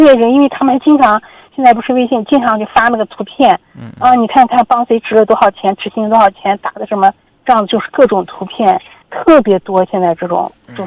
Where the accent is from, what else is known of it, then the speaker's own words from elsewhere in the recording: Xinjiang, China; 我说我们是就是因为我们就是新疆的嘛，我说我们新疆的你们能联控上？